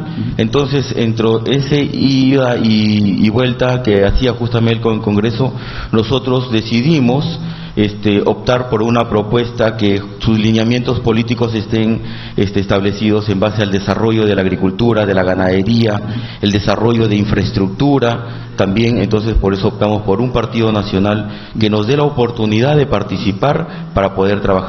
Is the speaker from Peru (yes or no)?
yes; Copallín, Amazonas, Peru; also born or lived in Bagua / Chiclayo; mi distrito de Copaín, y desde ahí siempre caminaba junto a mi padre por diferentes caseríos.